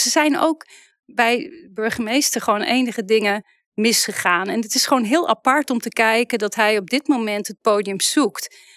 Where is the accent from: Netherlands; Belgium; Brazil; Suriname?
Netherlands; Ik kom uit Eeldewolde.